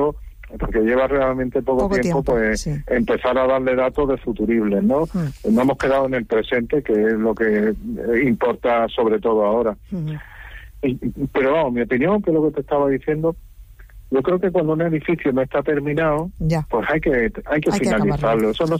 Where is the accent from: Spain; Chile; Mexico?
Spain; Málaga, Andalusia; Y yo soy malagueño, a mí me ha tocado la lotería.